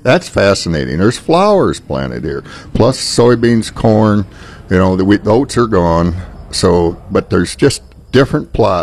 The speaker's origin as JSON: {"language": "English", "region": "Iowa", "country": "United States", "said": "I'm from Fayette County"}